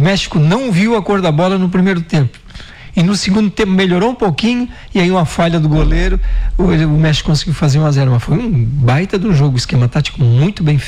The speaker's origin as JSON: {"language": "Portuguese", "country": "Brazil", "said": "nós somos brasileiros."}